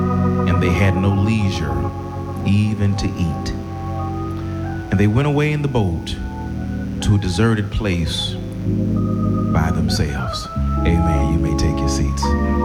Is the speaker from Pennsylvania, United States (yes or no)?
yes; Emmaus, Pennsylvania, United States; Growing up in Emmaus, we didn't have a whole lot in terms of tangible things.